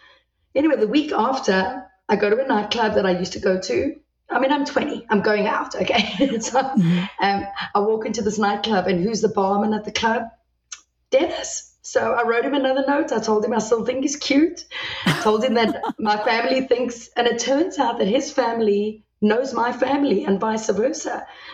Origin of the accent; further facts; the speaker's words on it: South Africa; So I grew up in South Africa